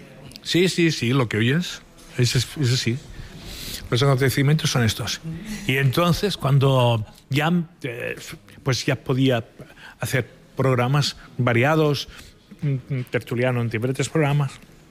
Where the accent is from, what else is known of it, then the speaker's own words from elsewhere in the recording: Barcelona, Catalonia, Spain; yo soy de Sant Andreu, es un barrio que está bastante lejos